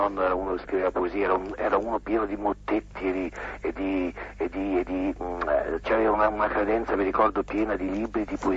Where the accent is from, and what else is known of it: Ancona, Marche, Italy; born there